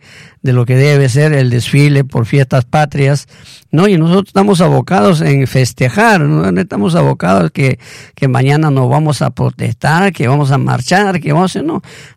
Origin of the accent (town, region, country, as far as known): Peru